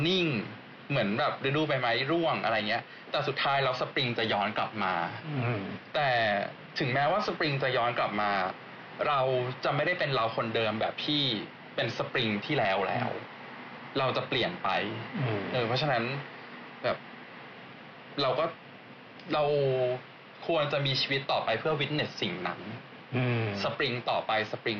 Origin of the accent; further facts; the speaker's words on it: Bangkok, Thailand; now in Japan; ตอนอยู่ไทยผมอยู่กรุงเทพเนาะผมคนกรุงเทพแล้วผมรู้สึกว่ากรุงเทพเป็นเมืองที่ไม่ค่อยอนุญาตให้เรามีความสุขเท่าไหร่